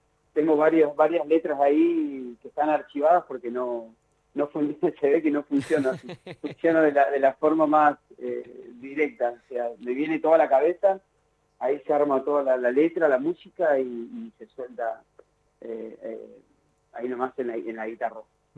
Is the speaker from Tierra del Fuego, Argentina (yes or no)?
yes; Tierra del Fuego, Argentina; also born or lived in Buenos Aires / San Luis; No, yo nací en Morón, en Buenos Aires. Ah, mira. Y desde muy chico, a los 4 años, nos vinimos para Tierra del Fuego, venimos en el 82 para acá.